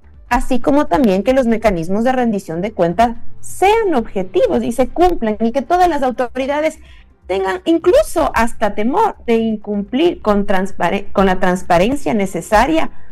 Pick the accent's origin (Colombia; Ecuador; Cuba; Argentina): Ecuador; nosotros como ecuatorianos